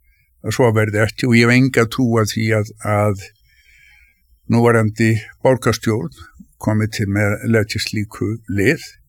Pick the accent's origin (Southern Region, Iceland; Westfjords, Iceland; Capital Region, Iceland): Capital Region, Iceland; Reykjavík; ég fættist 1949 og ég óks upp tölvært mikið í Norðurmýrinni.